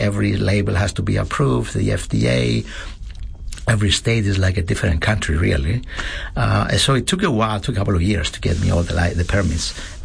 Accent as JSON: {"language": "English", "country": "Cyprus", "tie": "born or raised there", "also_born_or_lived": "Austin, Texas", "moved": "as an adult", "lives_now": "New Orleans, United States", "said": "I'm originally from the island of Cyprus. It's an island country on the southeastern part of the Mediterranean, close to Greece, southeast of Greece, west of Israel, north of Egypt, somewhere there."}